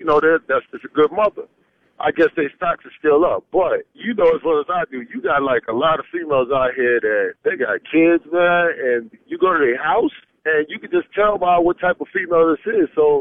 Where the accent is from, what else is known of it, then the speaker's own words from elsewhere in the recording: New York, United States; now in Brunswick, United States; Well, right now I'm in Brunswick, Georgia. I come from New York.